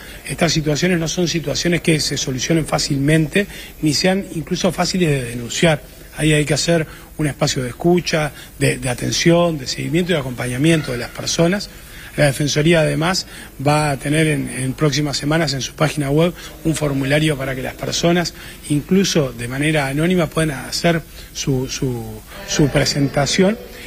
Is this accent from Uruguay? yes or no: yes; Montevideo, Uruguay